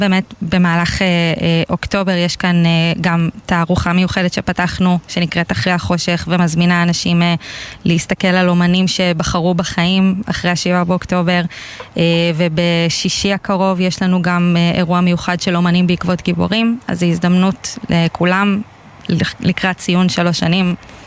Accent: Meitar, Southern District, Israel; now in Beersheba, Israel; אני, כן, אני אישית לא מהעוטף. אני גדלתי במיתר ואני היום בבאר שבע, אבל המשפחה שלי מקיבוץ מגן ומקיבוץ בארי, משיבולים וגיבולים.

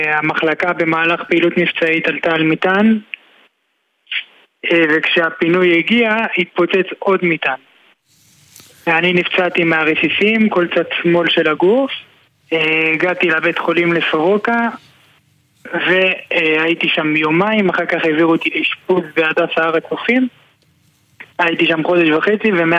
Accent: Jerusalem, Jerusalem District, Israel; born there; נולדתי בירושלים, כיום גר באופרה, נשוי, אין עדיין ילדים

